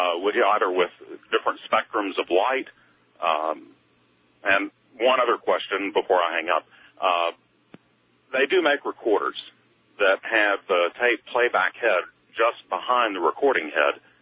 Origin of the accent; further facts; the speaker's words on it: Louisiana, United States; I'm originally from Louisiana, and whenever we would go out hunting ducks, we would always have decoys